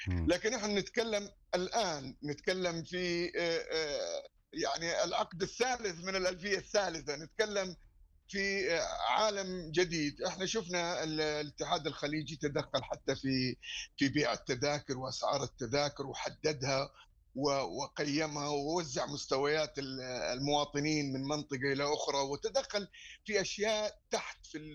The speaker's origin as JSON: {"language": "Arabic", "country": "Saudi Arabia", "said": "هي احنا كجمهور سعودي"}